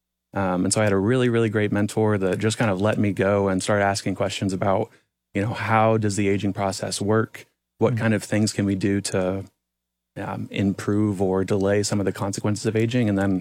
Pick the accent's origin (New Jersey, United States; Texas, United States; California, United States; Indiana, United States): Indiana, United States; also born or lived in Lexington, Kentucky / Pittsburgh, Pennsylvania; So I'm from Northwest Indiana. So I went to Purdue University for undergraduate and master's.